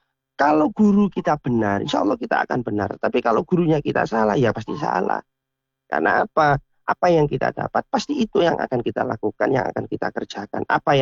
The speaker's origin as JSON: {"language": "Indonesian", "country": "Indonesia", "said": "kita ini orang Indonesia, kita bukan orang Arab, kita orang Indonesia, kita bukan orang Chinese, kita orang Indonesia."}